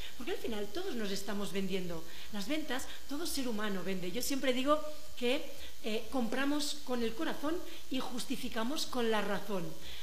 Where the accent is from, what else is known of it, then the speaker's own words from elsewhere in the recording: Spain; los foráneos como yo, que yo vengo de España, podamos disfrutar con muchísima más seguridad y llevarnos ese pedacito del Ecuador a nuestros países de origen.